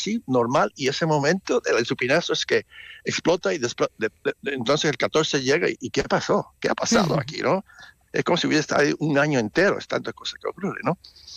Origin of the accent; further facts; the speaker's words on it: Puerto Rico; moved away; Yo fui criado en Puerto Rico, ahí tenían fiestas patronales, y para mí, como no vivo en un sitio que tiene fiestas así